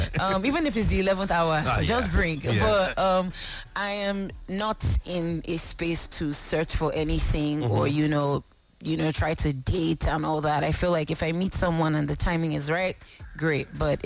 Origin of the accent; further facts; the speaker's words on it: Lagos, Nigeria; When we used to go from Navy Town to Apapa, where my school was, and we'd pass through Ajigunle.